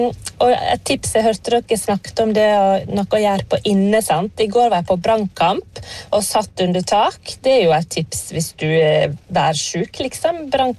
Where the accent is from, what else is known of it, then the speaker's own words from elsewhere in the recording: Askvoll, Vestland, Norway; now in Bergen, Norway; Altså, jeg kommer fra Askvoll kommune, nærmere bestemt fra Atløyna